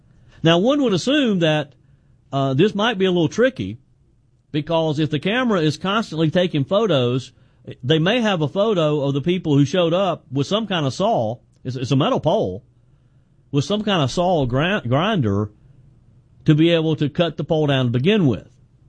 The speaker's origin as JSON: {"language": "English", "region": "South Carolina", "country": "United States", "said": "My home state, of course, is South Carolina. This is in the lower part of the state. I live in the upstate."}